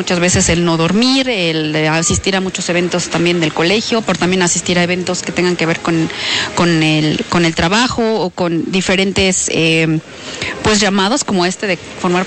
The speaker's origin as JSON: {"language": "Spanish", "region": "Puebla", "country": "Mexico", "tie": "born there", "also_born_or_lived": "Germany", "said": "Pues, a ver, muy brevemente … tengo 41 años, nací en la ciudad de Puebla, soy naturalizada alemana, porque pasé mucho tiempo en Alemania"}